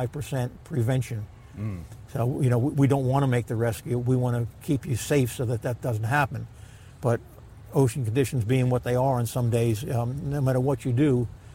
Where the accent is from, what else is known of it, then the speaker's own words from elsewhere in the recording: New Jersey, United States; I grew up on the Jersey Shore. I grew up right across the street from Shark River down the road, and I grew up on the beaches in Avon further down.